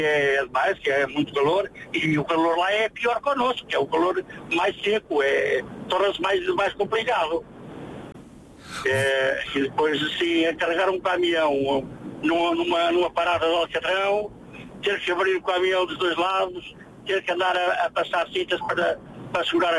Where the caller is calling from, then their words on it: Tondela, Centro, Portugal; Eu sou de Tondela.